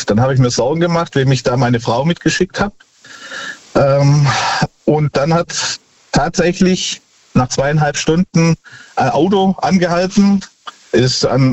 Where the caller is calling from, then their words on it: Baden-Württemberg, Germany; Ich komme aus Gnähren bei Tübingen.